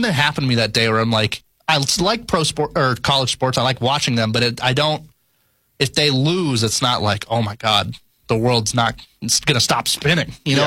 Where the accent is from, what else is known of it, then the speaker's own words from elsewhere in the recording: Iowa, United States; moved away; me growing up in Iowa